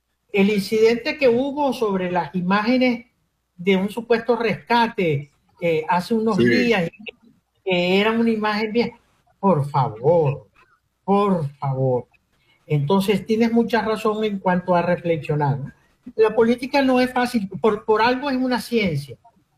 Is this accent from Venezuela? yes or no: yes; Venezuela; somos, por supuesto, venezolanos